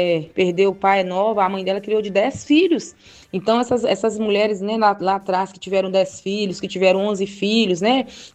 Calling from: Coronel Fabriciano, Minas Gerais, Brazil; eu falo aqui de Coronel Fabriciano.

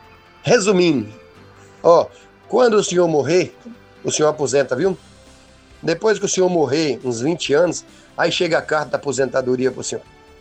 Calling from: Brazil; Eu sou brasileiro.

